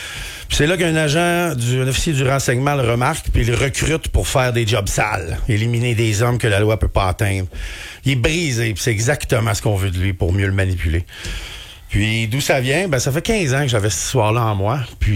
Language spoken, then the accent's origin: French; Quebec, Canada; first language French; moi, en plus, je suis un Québécois